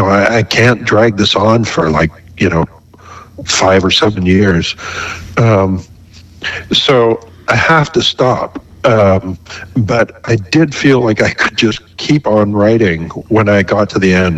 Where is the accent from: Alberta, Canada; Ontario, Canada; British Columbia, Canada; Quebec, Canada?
Ontario, Canada; Toronto